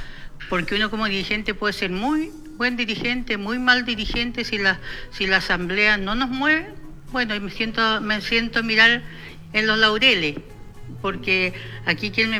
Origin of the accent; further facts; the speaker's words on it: Aysén, Chile; Y aquí no solamente somos de Aysén